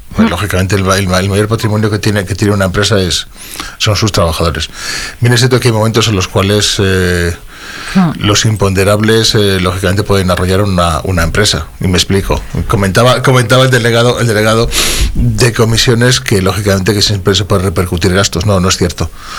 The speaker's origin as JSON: {"language": "Spanish", "town": "Orbó", "region": "Castile and León", "country": "Spain", "tie": "born or raised there", "said": "En mi pueblo, este fin de semana, que celebramos en San Juan, en Orbó, celebramos San Juan"}